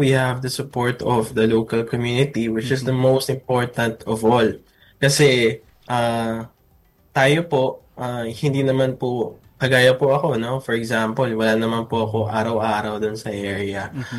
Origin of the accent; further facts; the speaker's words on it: Antipolo, Calabarzon, Philippines; ako din po is tubong Antipolo din po, no? So familiar din po ako sa nangyayari sa area namin sa Rizal.